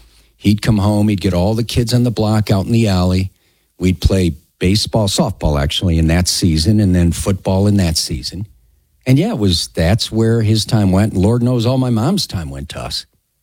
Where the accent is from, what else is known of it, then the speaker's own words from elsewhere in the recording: Chicago, Illinois, United States; See, growing up in Chicago, we didn't go off to summer camp. We went to a day camp like at Marquette Park.